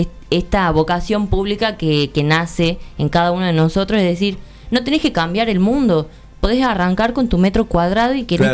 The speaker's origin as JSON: {"language": "Spanish", "region": "Tucumán", "country": "Argentina", "said": "yo no digo soy argentina, yo digo soy de Tucumán, la provincia más pequeña"}